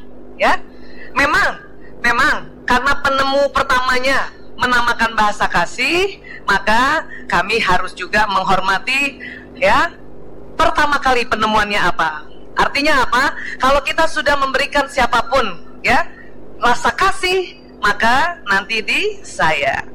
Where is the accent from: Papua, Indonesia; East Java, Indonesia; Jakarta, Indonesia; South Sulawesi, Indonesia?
Jakarta, Indonesia; born there; Saya lahir di Jakarta 17 Desember tahun 1968. Usia saya sekarang 51 tahun, alhamdulillah. Anak kedua dari 5 bersaudara.